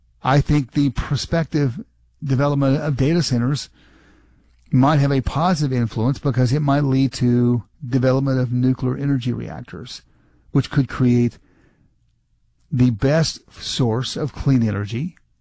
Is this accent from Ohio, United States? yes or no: no; Hawesville, Kentucky, United States; Even my hometown, Hawesville, which is a small town, but a lot of industry right there on the river.